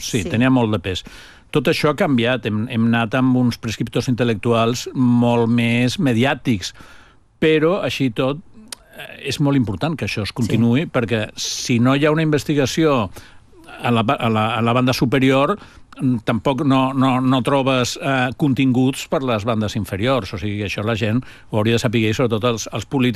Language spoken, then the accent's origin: Catalan; Barcelona, Catalonia, Spain; com a barceloní penso per a Barcelona és bo que sigui una capital turística